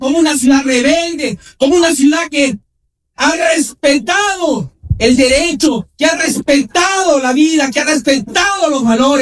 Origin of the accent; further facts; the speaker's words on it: Arequipa, Peru; como arequipeño, exhortar que otro arequipeño como Jorge Nieto pueda decirle a los arequipeños